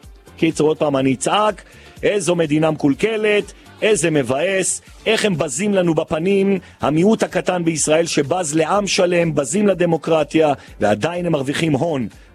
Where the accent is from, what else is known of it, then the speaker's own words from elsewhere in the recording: Jerusalem, Jerusalem District, Israel; אני ירושלמי